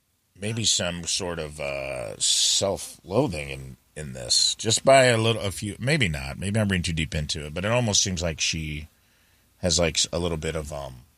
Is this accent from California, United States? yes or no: yes; California, United States; now in ?; I'm Korean American. I take pretty good care of myself, work out, and stay in shape. I'm from the Bay Area